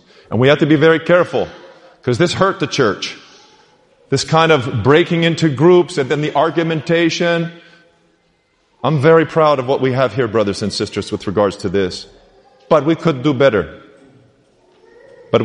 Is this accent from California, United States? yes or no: yes; Los Angeles, California, United States; I've never really grown up with Anglo-Saxons because I grew up in Los Angeles.